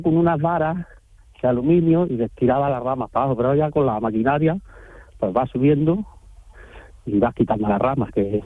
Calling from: Fonelas, Andalusia, Spain

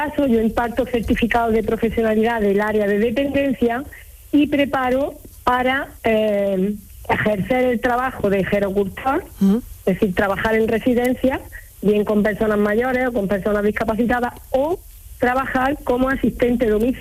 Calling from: Granada, Andalusia, Spain; Pues yo estoy en Granada Capital.

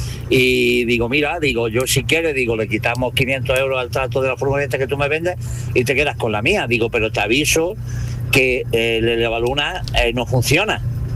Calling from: Castellar, Spain; de Castellar.

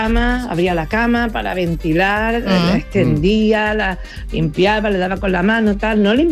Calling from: Málaga, Andalusia, Spain; de Málaga.

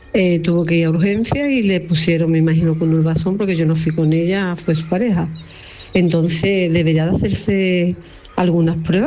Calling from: Huelva, Andalusia, Spain; Buenos días … llamo de Huelva.

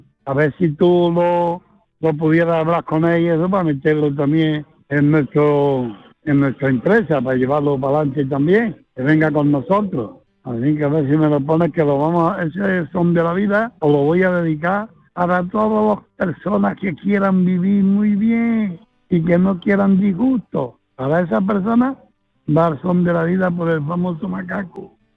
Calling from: Padul, Andalusia, Spain; Hola Manolo … de Padul.

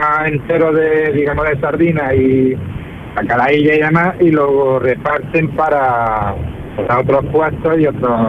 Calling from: Granada, Andalusia, Spain; Soy yo de Granada.

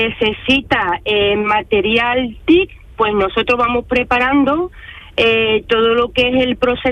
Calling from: Seville, Andalusia, Spain; ahora mismo voy por la excedente camino a Cartuja, aquí en Sevilla capital.

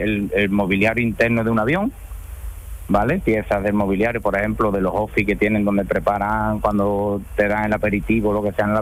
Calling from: Seville, Andalusia, Spain; yo trabajo aquí en el Aerópolis, aquí en Sevilla

